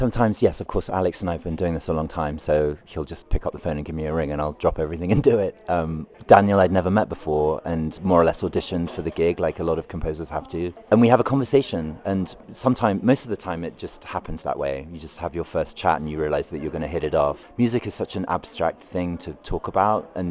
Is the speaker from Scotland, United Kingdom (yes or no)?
no; London, United Kingdom; I grew up in London as a kid in the 1980s